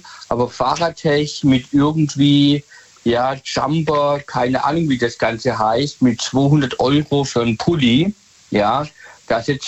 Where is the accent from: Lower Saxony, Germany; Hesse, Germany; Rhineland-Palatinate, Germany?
Hesse, Germany; Michelstadt; ihr alle hier in Hessen und so weiter, ich bin aus Michelstadt … Unternehmer und so weiter, kennt, ja.